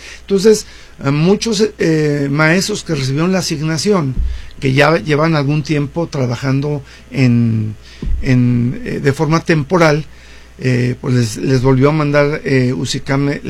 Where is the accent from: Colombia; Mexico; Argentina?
Mexico; Ciudad Juárez, Chihuahua; also born or lived in Guadalajara; Yo nací en la ciudad de Guadalajara, pero realmente soy juarense porque aquí estudié, soy egresado de la UACJ.